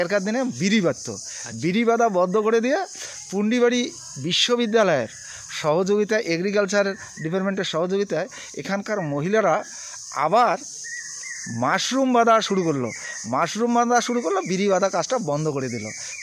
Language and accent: Bangla; Cooch Behar district, West Bengal, India; আর আমাদের এই বাতাসুকুটি গ্রামে এখানকার যে পরিবেশ, কৃষি পরিবেশ